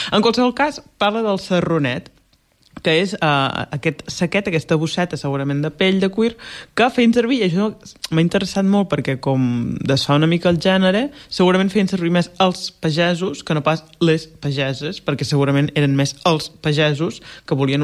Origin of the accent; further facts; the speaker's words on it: Blancafort, Catalonia, Spain; a Blancafort, al meu poble